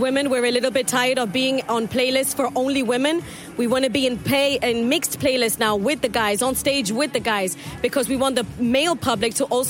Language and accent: English; India; moved away; especially because I'm an Indian woman, an immigrant woman